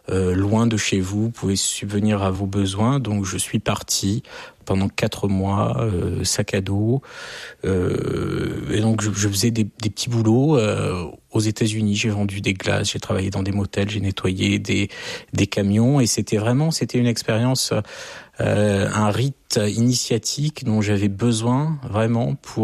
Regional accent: France; Je suis français, je vis en France.

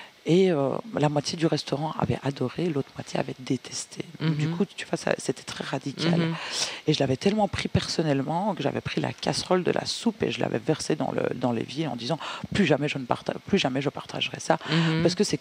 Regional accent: Liège, Wallonia, Belgium; Et j'avais envie de partager ça ici à Liège, parce que au final, j'ai grandi à Liège, ça fait 24 ans que je suis ici.

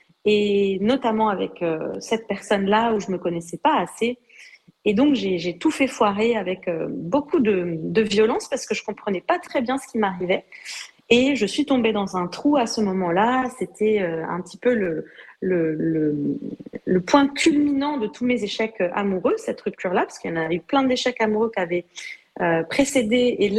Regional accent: Lebanon; French is a second language; moved away as an adult; Donc, je suis libanaise et je suis née au Liban. J'ai grandi, j'ai fait toutes mes études là-bas. Donc, je suis née et j'ai grandi en pleine guerre.

